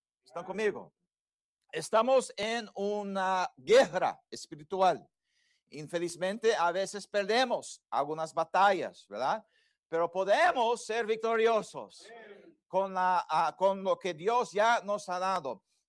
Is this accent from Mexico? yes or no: no; Brazil; moved away; la mayoría sabe que yo fui criado en Brasil.